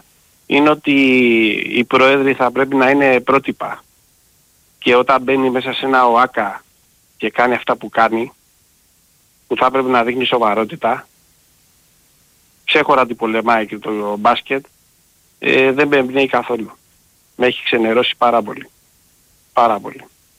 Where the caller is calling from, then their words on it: Greece; τι θα κάνουμε σαν Έλληνες?